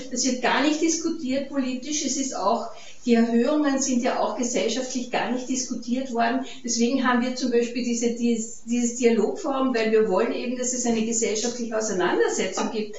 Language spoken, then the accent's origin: German; Carinthia, Austria; now in Vienna, Austria; Ich lebe in Wien, wie die Judy schon gesagt hat, aber ich bin keine Wienerin, ich bin eine Kärntnerin.